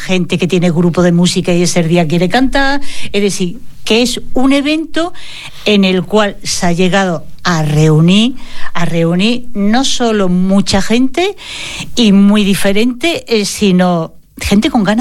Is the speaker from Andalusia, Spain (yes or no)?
yes; Seville, Andalusia, Spain; yo que soy de Sevilla